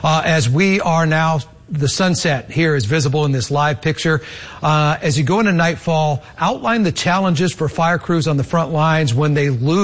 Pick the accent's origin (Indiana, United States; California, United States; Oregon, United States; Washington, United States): Washington, United States; Spokane; born there; I was born in Spokane.